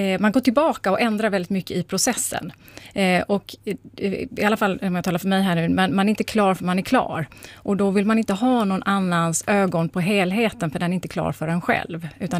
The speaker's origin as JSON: {"language": "Swedish", "town": "Halmstad", "region": "Halland County", "country": "Sweden", "said": "jag är ju från Halmstad"}